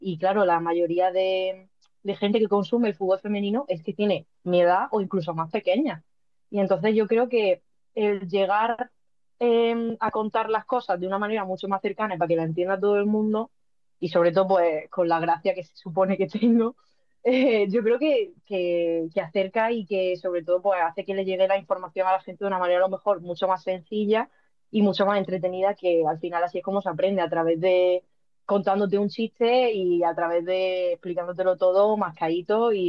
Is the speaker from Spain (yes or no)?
yes; Andalusia, Spain; Soy una andaluza que tiene mucha incontinencia verbal desde siempre